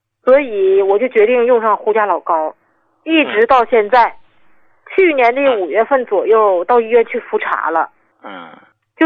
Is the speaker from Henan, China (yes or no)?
no; Qiqihar, Heilongjiang, China; 你好你好，我是来自黑龙江齐齐哈尔的、